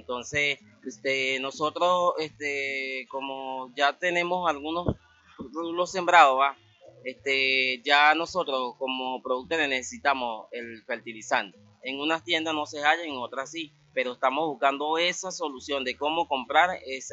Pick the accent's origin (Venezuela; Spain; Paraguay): Venezuela; Portuguesa; porque somos del Estado Portuguesa. Nosotros somos del Estado Portuguesa que pertenecemos a la zona Lara.